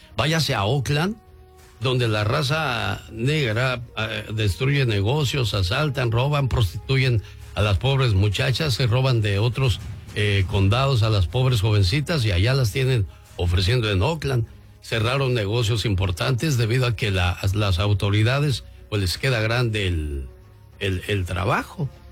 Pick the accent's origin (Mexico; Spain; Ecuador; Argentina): Mexico; Soy mexicano hasta las cachas y si salgo a la calle por gabacho no me van a hacer pasar.